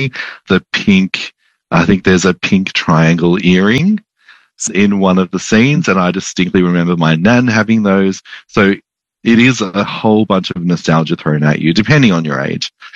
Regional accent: Sydney, New South Wales, Australia; I grew up in Sydney.

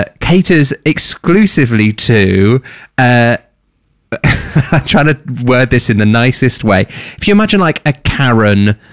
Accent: England, United Kingdom; moved away as an adult; now in Australia; I, as an English person moving to Australia

